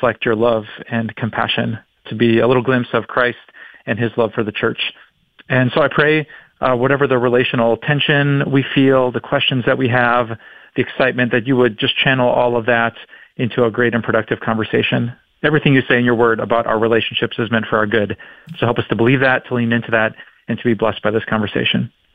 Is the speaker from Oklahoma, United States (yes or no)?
no; Green Bay, Wisconsin, United States; I'm a Wisconsin boy. So I was raised in Green Bay, Wisconsin. I'm a pastor now just south of Green Bay, where I've been for the past 12 years.